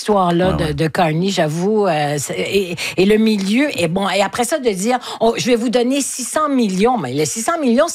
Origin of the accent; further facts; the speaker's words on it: Ukraine; Je suis ukrainienne.